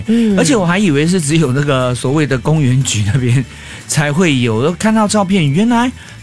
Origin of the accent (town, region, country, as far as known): Singapore